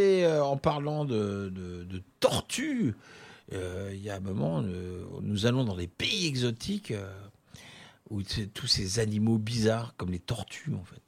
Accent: Reims, Grand Est, France; Moi, je suis de Reims

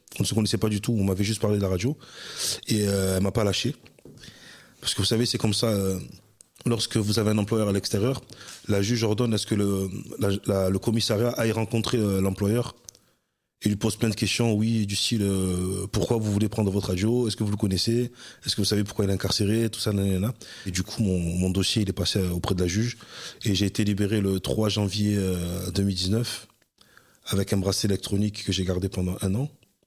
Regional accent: Marseille, Provence-Alpes-Côte d'Azur, France; born there; je suis né à Marseille. J'ai 37 ans.

